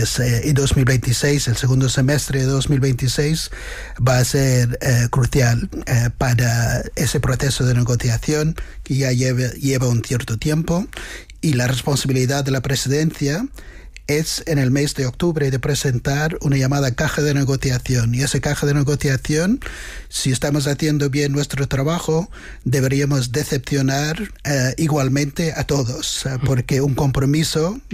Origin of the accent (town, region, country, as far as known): Ireland; now in Spain